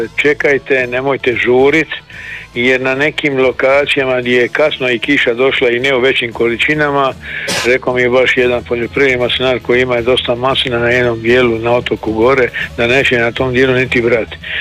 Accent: Dalmatia, Croatia

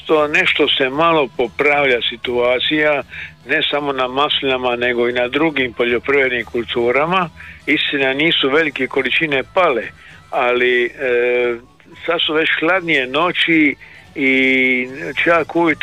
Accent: Dalmatia, Croatia

